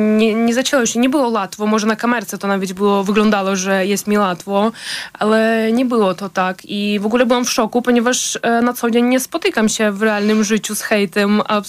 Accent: Ukraine; first language Russian; Polish is a second language; now in Poland; Po ukraińsku jest mi ciężko, bo jestem z miejsca, pochodzę z miejsca, gdzie całe życie rozmawiałam po rosyjsku

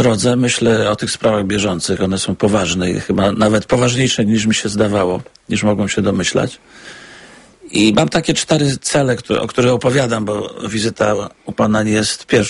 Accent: Wrocław, Lower Silesian Voivodeship, Poland; bo i pan i ja jesteśmy z Wrocławia.

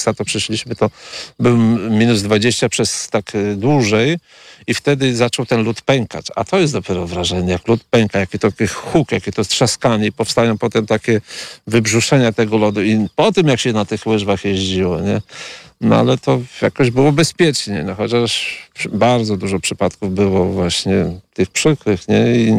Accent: Wizna, Podlaskie Voivodeship, Poland; Tak, jestem z Wizny i tutaj jestem rolnikiem.

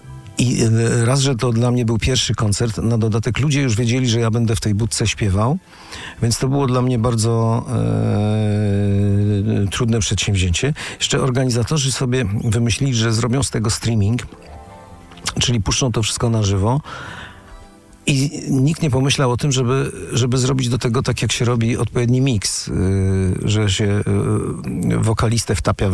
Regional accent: Warsaw, Masovian Voivodeship, Poland; also born or lived in Łódź; Kiedy wróciłem do Warszawy, bo studiowałem w Łodzi, ale jestem warszawiakiem i wróciłem do swojego rodzinnego miasta po studiach.

